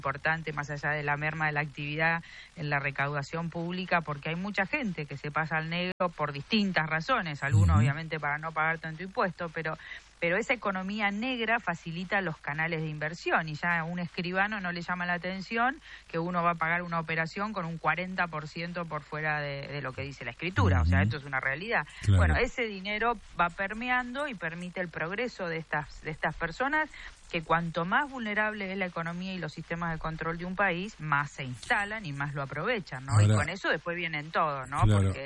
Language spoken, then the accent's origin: Spanish; Argentina